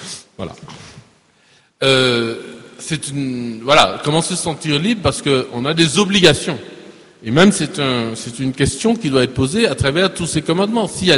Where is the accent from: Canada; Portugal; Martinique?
Martinique; Je suis un Martiniquais, je suis librement un Martiniquais.